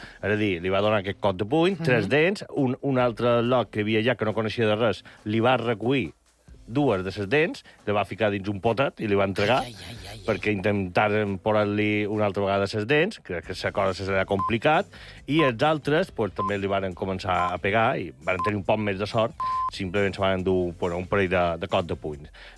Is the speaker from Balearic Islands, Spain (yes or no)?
yes; Inca, Balearic Islands, Spain; born there; Jo soc nascut a Inca